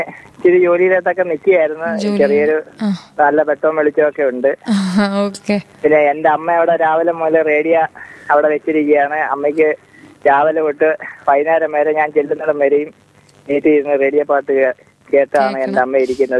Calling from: Kerala, India; ഞാൻ അവിടുന്ന് ചെമ്മക്കാട്.

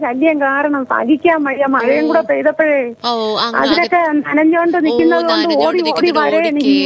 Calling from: Paravur, Kerala, India

